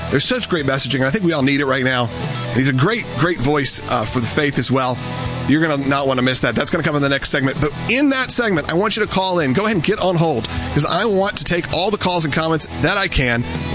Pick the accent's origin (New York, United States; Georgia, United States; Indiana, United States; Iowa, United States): Georgia, United States; I mean, again, growing up in Gwinnett County, growing up in these areas, when Dacula gets name-checked in the early 2000s